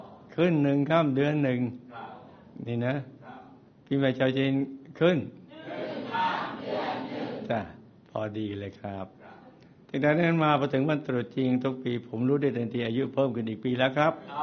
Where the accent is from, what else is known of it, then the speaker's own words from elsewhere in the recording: Samut Sakhon, Thailand; ผมเกิดและเติบโตในครอบครัวชาวจีนท่าฉลองจังหวัดสมุทรสาครเรียนปากแม่น้ำท่าจีนชีวิตวัยเด็กของผมจึงคุ้นเคยกับสายน้ำและกลิ่นอายทะเลตั้งแต่จำความได้ครับ